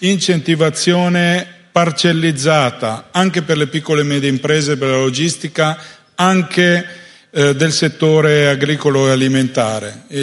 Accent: Milan, Lombardy, Italy; Lasciatemelo dire da milanese che in questo settore Roma è più avanti di Milano.

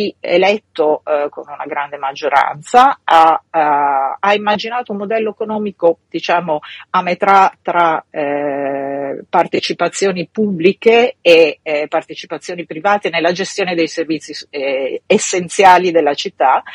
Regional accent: Emilia-Romagna, Italy; io vengo dall'Emilia Romagna

